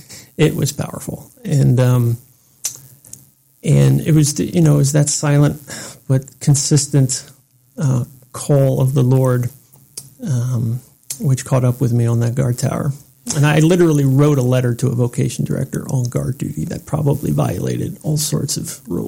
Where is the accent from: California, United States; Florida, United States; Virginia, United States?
Virginia, United States; Arlington; moved away as an adult; also born or lived in Washington, District of Columbia, United States / Indiana; now in Springfield, United States; I went to high school here in the Archdiocese. I grew up in Arlington across the river, but I went to school for many years here in the Archdiocese of Washington